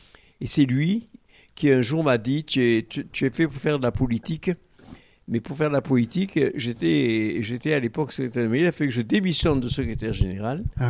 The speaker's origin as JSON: {"language": "French", "town": "Barcelonnette", "region": "Provence-Alpes-Côte d'Azur", "country": "France", "tie": "born or raised there", "said": "Et non, parce que j'ai été élevé en partie à Barcelonnette dans l'année et j'allais passer mes vacances à Saint-Tropez."}